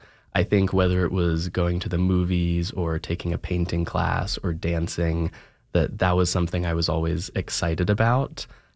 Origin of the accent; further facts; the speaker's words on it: Virginia, United States; now in Oregon, United States; I'm from Virginia